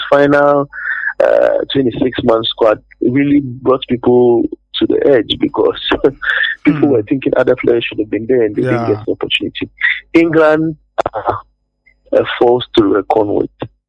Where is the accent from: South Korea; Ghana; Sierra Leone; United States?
Ghana; I'm a Ghanaian, and I'm sorry, but this is my analysis is all favoring Ghana.